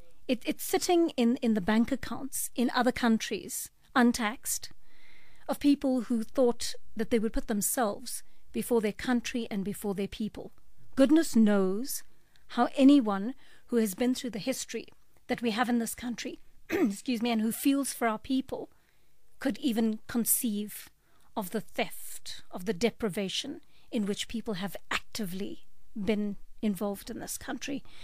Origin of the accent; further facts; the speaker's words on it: South Africa; This is going to take a lot for us as South Africans.